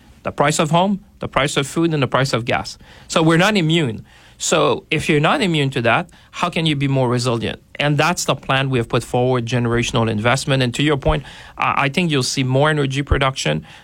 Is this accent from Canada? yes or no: yes; Canada; I'm saying a big we as Canadian